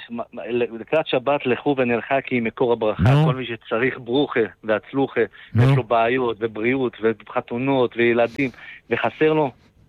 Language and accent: Hebrew; Tel Aviv, Tel Aviv District, Israel; אני תל אביבי